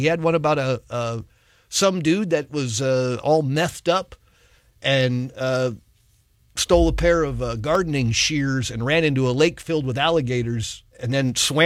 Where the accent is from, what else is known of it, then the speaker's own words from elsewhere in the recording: Florida, United States; moved away; I am so disappointed in my hometown.